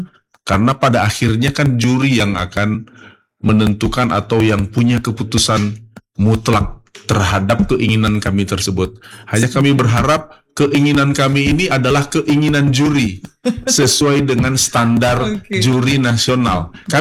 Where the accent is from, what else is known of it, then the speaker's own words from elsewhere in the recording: North Sumatra, Indonesia; ya. Batak ya, kemudian ada Simalungun, ya kemudian ada Medan, ada Deli Serdang, Kota Melayu, kemudian ada kita Nias, ya suku Nias.